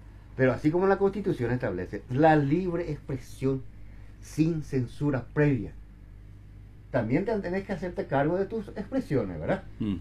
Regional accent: Paraguay; a mí no me representa como ciudadano paraguayo.

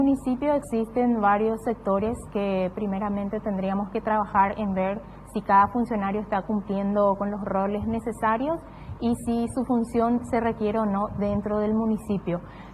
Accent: Paraguay; nos encontramos en una República del Paraguay y somos todos paraguayos

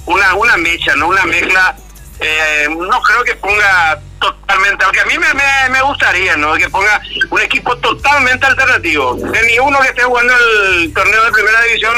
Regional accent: Paraguay; como paraguayos que somos

